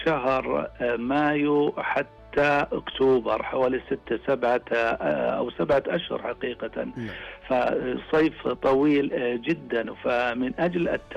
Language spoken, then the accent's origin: Arabic; Saudi Arabia; عندنا في المملكة العربية السعودية